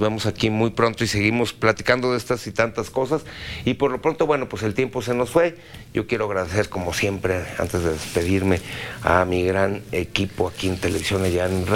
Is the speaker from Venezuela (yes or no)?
no; Mexico; todos somos mexicanos